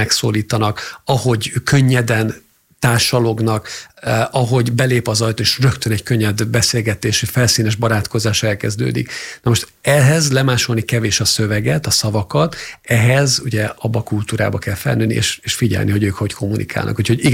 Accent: Hungary; én vagyok a magyar at is, aki most beszélek, aztán van egy angol at is, francia at is az két szót tud

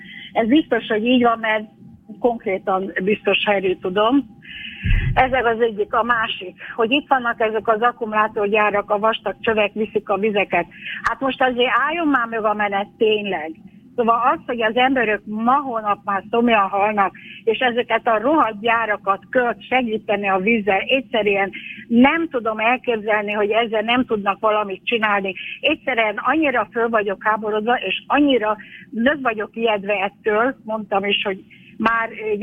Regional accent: Csongrád-Csanád, Hungary; now in Szeged, Hungary; itt Szegedről lakunk, és hát Szeged környéki faluban nőttem föl

